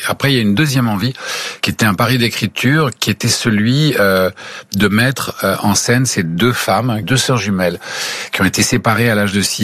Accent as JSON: {"language": "French", "country": "France", "moved": "yes", "lives_now": "United States", "said": "je suis français, enfin, vous voyez, de cœur et d'adoption, et je suis devenu américain de cœur et d'adoption"}